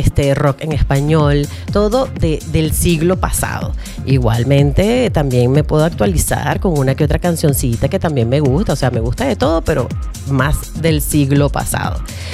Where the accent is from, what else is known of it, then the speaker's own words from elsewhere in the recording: Venezuela; ya todos saben que soy venezolana de pura cepa, soy un poco ochentosa, yo soy modelo 72, yo soy adolescente del siglo pasado